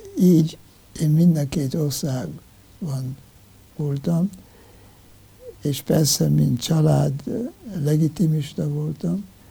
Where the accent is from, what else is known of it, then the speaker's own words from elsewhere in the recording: Hungary; born there; moved away; also born or lived in Vienna, Austria; én Bécsben születtem, 1921. december 17-én, mert az édesanyám bécsi hölgy, és persze neki Magyarország egy kicsit túl keleten volt akkor